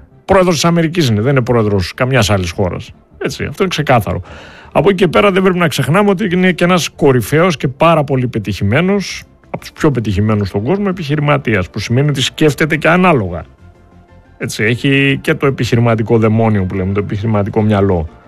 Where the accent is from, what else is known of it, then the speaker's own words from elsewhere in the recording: Greece; για να αισθανόμαστε εμείς ως Έλληνες ενοχλημένοι